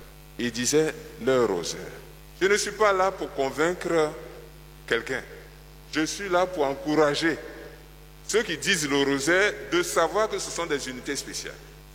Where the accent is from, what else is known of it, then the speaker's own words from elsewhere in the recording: Lagunes, Côte d’Ivoire; moved away; Je suis originaire de la région de Jacquesville.